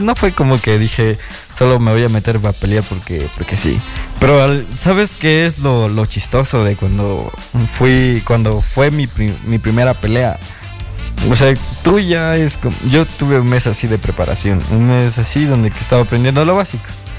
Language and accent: Spanish; Ambato, Tungurahua, Ecuador; como soy de Ambato